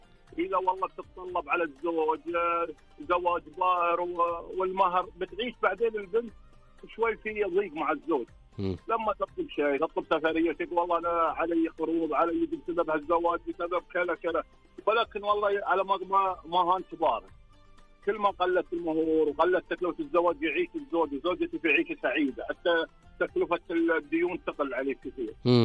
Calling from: Eastern Province, Saudi Arabia; من المنطقه الشرقيه.

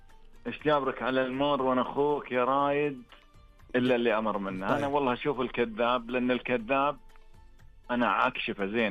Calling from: Riyadh, Riyadh Province, Saudi Arabia; والله أكلمك من العاصمة الرياض.

